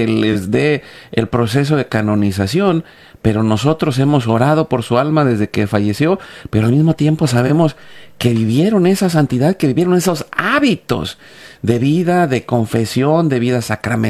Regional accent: Mexico; no nos reímos de la muerte, sino solamente somos mexicanos.

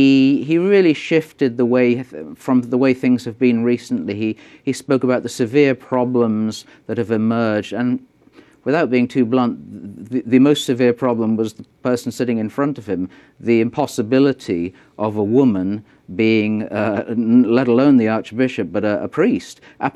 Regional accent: Canterbury, South East England, United Kingdom; I come from Canterbury. I was a schoolboy in Canterbury.

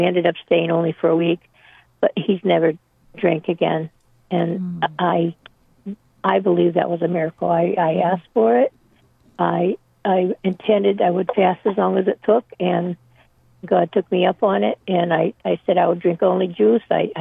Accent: Pennsylvania, United States; born there; I was born also in Pennsylvania.

